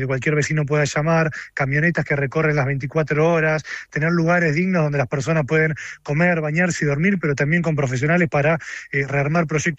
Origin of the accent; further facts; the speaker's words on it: Argentina; es parte de también de lo que nos define como argentinos.